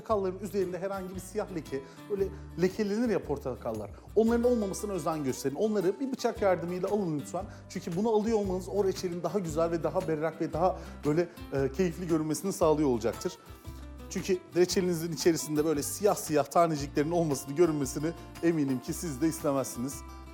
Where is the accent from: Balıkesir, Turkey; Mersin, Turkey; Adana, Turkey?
Adana, Turkey; Biliyorsunuz ben Adanalıyım. Adana'da portakal reçeli çok fazla yapılır. Böyle turunçgil bahçeleri vardır, uçsuz bucaksız bahçeler vardır.